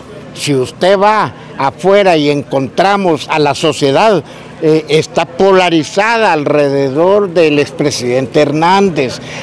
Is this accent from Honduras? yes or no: yes; Honduras; como sociedad y como familia hondureña.